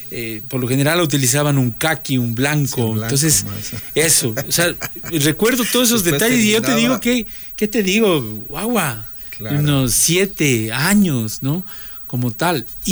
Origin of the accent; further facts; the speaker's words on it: Cristóbal Colón, Carchi, Ecuador; moved away; Del norte, en el Carchi, en Cristóbal Colón.